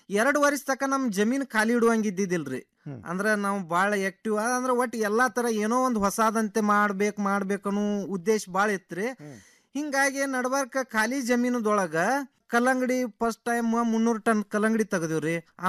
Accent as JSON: {"language": "Kannada", "town": "Mudhol", "region": "Karnataka", "country": "India", "said": "ನಾವು ಈಗ ಮುದೋಳದವ್ರು, ಈಗ ಧಾರವಾಡದಾಗ ಬಂದ್ ಸಟ್ ಹಾಕಿವಿ"}